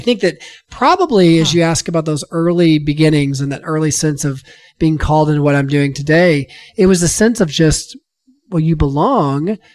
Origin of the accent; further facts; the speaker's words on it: United States; also born or lived in Indianapolis, Indiana; my wife and I grew up on the West Side. I was born in Indianapolis, where my mom's family is from, but grew up here most of my life.